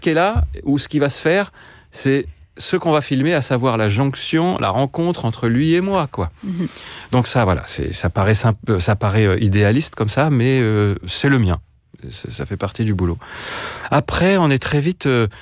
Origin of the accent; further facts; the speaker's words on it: Grenoble, Auvergne-Rhône-Alpes, France; moved away; Je viens de Grenoble, on vit dans une cuvette et on grandit autour de 3 massifs, énormes et magnifiques